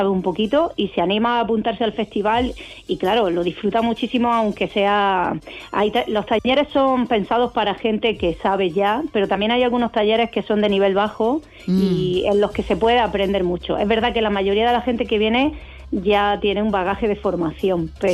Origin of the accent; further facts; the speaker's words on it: Almería, Andalusia, Spain; yo estoy aquí en Almería, soy de Almería